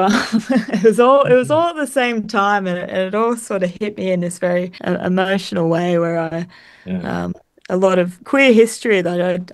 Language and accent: English; Grafton, New South Wales, Australia; I grew up just outside of Grafton.